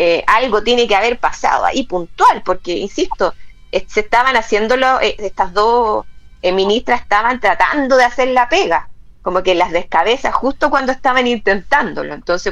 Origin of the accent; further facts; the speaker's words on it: Chile; nosotros necesitábamos como chilenos